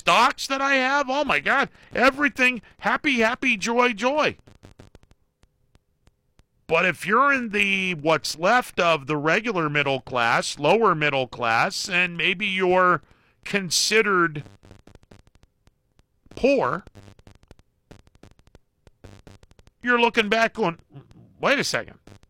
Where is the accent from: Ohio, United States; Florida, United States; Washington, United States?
Ohio, United States; I am not from the Akron area. I'm from the southern part of the Mahoning Valley.